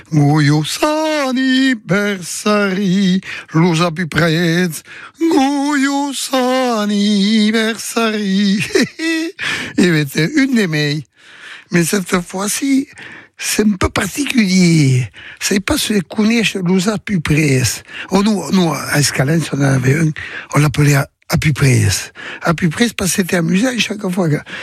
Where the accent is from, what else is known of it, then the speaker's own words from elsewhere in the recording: Gascony, France; une soirée comme on les aime chez nous en Gascogne.